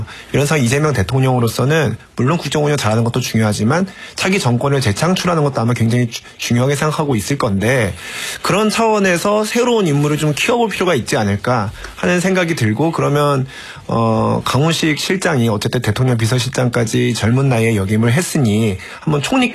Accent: Chungcheong, South Korea; 또 하나는 이제 저도 충청권 출신 아닙니까?

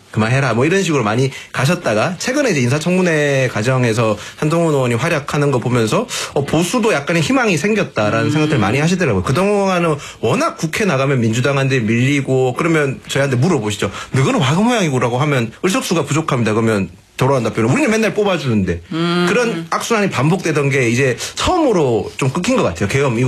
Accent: Daegu, South Korea; 저는 이제 고향이 대구인데 조금 미리 갔다 왔었어요.

